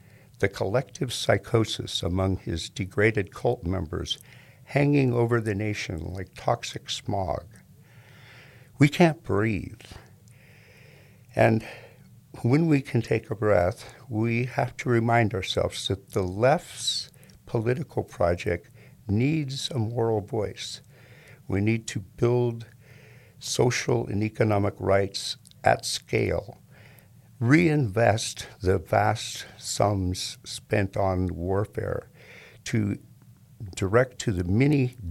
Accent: United States; for me as an American citizen

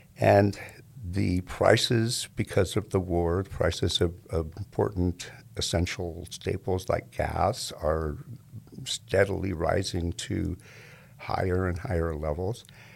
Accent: United States; for me as an American citizen

